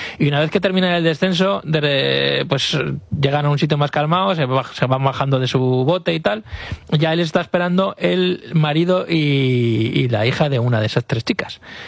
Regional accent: El Pozuelo, Castilla-La Mancha, Spain; en mi pueblo, en el Pozuelo, hay una sima que es muy parecida a la sima que se meten las muchachas en esta película

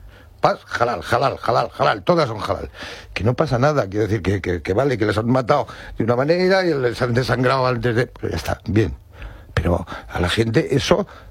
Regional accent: Madrid, Community of Madrid, Spain; Los latinos, si tú vives en esa radio, yo soy de esa radio, yo soy de Usera.

